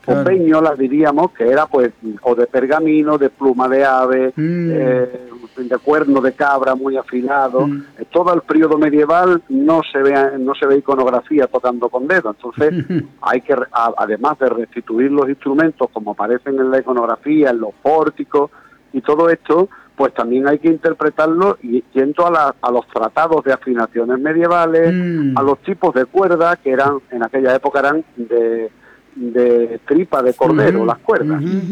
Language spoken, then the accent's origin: Spanish; Andalusia, Spain; soy de Andalucía, de la parte sur de España